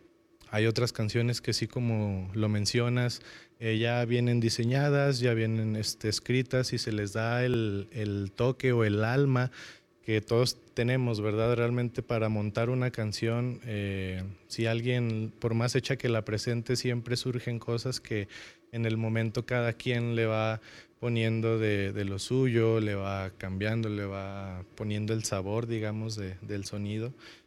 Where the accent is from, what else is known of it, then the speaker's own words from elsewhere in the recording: Fresnillo, Zacatecas, Mexico; La mayoría de nosotros somos de Fresnillo, entonces también nos conocemos por esa parte.